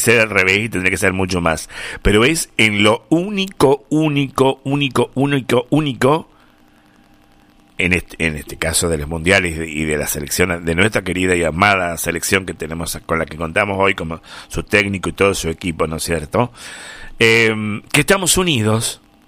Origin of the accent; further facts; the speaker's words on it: Argentina; Ya se sabe que somos argentinos, desde luego, y estamos súper felices